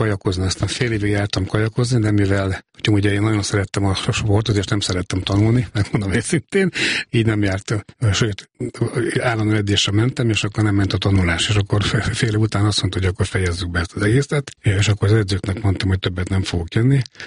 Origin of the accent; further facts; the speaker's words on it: Miskolc, Borsod-Abaúj-Zemplén, Hungary; born there; Miskolcon születtem 1965-ben